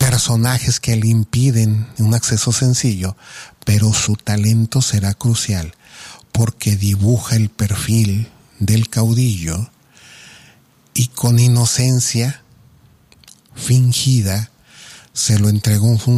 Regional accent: Mexico

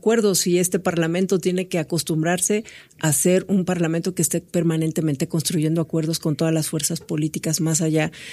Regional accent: Milpa Alta, Mexico City, Mexico; la alcaldía de donde yo soy originaria, que es Milpa Alta.

